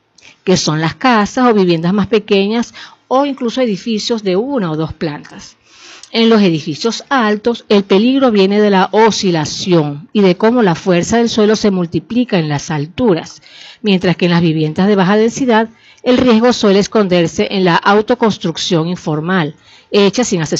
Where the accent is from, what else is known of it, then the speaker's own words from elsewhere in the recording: Venezuela; nos involucra a todos como venezolanos porque vivimos en suelos sísmicos